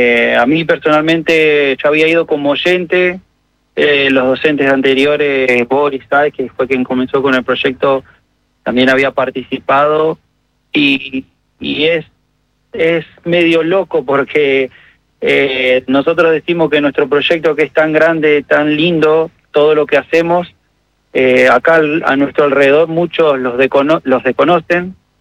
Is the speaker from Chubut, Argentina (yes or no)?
yes; Villa Futalaufquen, Chubut, Argentina; somos de la Villa Futaleufel, que estamos dentro del Parque Nacional Los Alerces, cerca de la Intendencia y las instituciones. Y el bosque nos rodea, el bosque es nuestro patio de casa, porque decimos que la escuela, somos una escuela rural